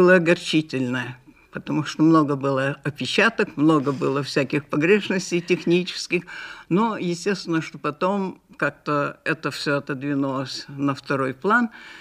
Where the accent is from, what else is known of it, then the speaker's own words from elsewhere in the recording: Yaroslavl Oblast, Russia; moved away; Я родилась в Ярославской области, в глубинке, где еще была настоящая предреволюционная темнота.